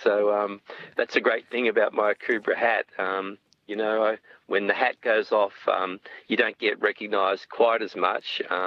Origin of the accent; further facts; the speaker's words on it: Corryong, Victoria, Australia; I grew up on the Murray River. I was born up in Corryong, Victoria, where it at the very source of the Murray, down along the Riverina between Albury, New South Wales, and northeastern Victoria.